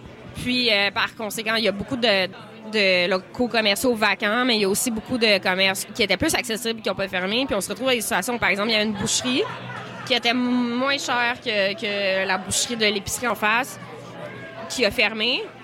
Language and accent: French; Montreal, Quebec, Canada; Mais moi, je suis de Ville-et-Mort et je parle majoritairement de Ville-et-Mort.